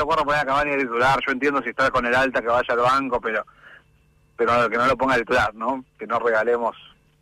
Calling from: Esquel, Chubut, Argentina; Lindo mediodía aquí en Esquel.

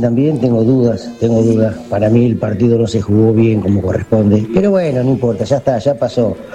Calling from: San Nicolás, Argentina; de San Nicolás.

